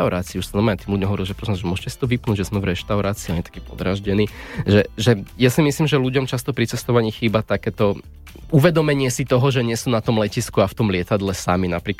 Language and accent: Slovak; Bratislava Region, Slovakia; keď som sa narodil v Bratislave, ale potom sme sa presťahovali na dedinu kúsok od Bratislavy a každé ráno ma vozili do školy.